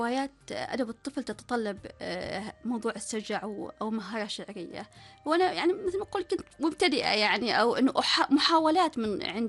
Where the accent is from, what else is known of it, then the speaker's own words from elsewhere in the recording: Oman; احنا كعمانيين